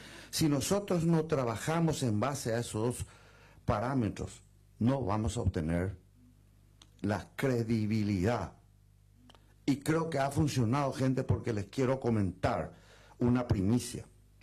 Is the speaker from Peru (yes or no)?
no; Paraguay